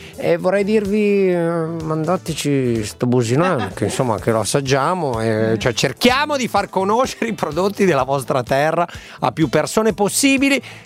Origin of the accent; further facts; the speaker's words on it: Lombardy, Italy; Io non sono emiliano, sono lombardo, però stando lì sul confine sono prodotti che conosco molto bene.